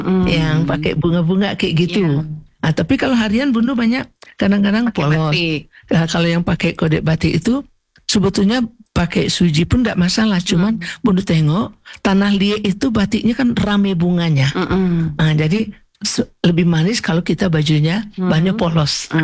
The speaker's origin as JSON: {"language": "Indonesian", "region": "West Sumatra", "country": "Indonesia", "said": "Kalau kita Minang gak pakai batik di bawah."}